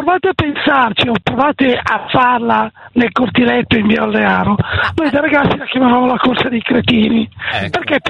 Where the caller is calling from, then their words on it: Cornaredo, Lombardy, Italy; sto rientrando a casa dopo il lavoro, zona Cornaredo